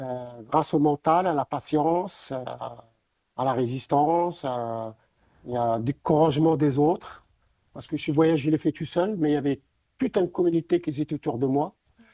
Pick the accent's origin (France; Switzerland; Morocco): Morocco; born there; je suis né au Maroc